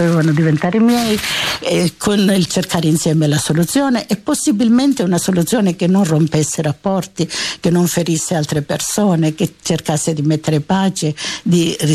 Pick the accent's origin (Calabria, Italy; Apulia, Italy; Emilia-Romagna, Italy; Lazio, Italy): Calabria, Italy; moved away as an adult; ero la primogenita, quindi la femmina, la figlia femmina, che in un certo senso in Calabria non era ben vista